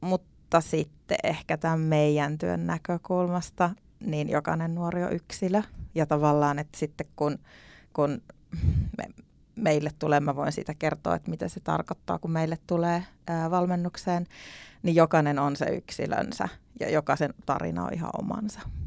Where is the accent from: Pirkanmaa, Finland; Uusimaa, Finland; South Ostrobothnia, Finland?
South Ostrobothnia, Finland; now in Joensuu, Finland; Mä oon Etelä-Pohjanmaalta kotosi